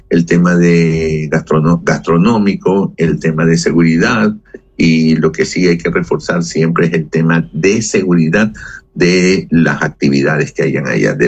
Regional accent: Guayaquil, Guayas, Ecuador; somos los guayaquileños

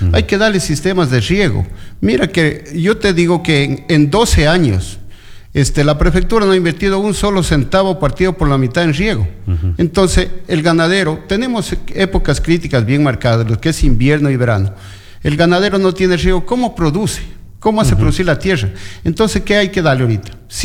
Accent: Gonzanamá, Loja, Ecuador; Un saludo a mi pueblo de Gonzanamá, un saludo a la provincia de Loja

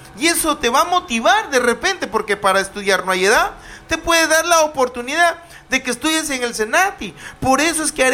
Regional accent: Túcume, Lambayeque, Peru; born there; quiero de cariño a mi pueblo. Amo a esta tierra que me dio nacer. Soy orgullosamente tucumano. Quiero a mi pueblo.

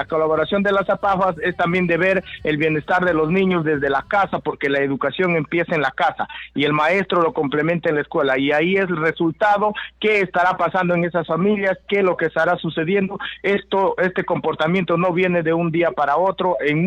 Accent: Rioja Province, San Martín, Peru; la provincia de Rioja, mi provincia natal, mi provincia donde he nacido

